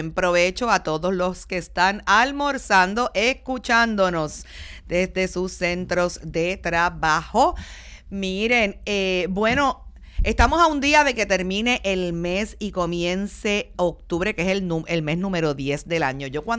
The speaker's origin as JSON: {"language": "Spanish", "country": "Puerto Rico", "said": "porque así somos los puertorriqueños, ¿verdad? Las mejores y más largas navidades del mundo son las nuestras, se disfrutan aquí en la Isla del Encanto."}